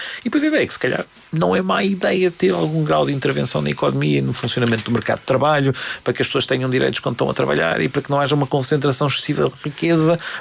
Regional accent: Lisbon, Portugal; born there; gosto muito das coisas da cidade de Lisboa onde nasci

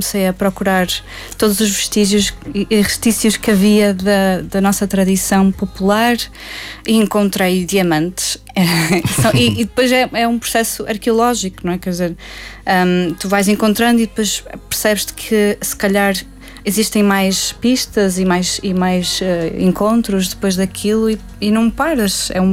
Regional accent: Norte, Portugal; moved away; E eu, como cresci em Trás-os-Montes

